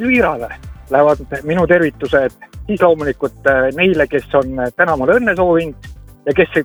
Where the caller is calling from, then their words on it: Finland